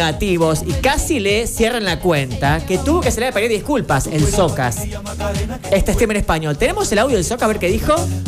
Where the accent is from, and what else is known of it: Argentina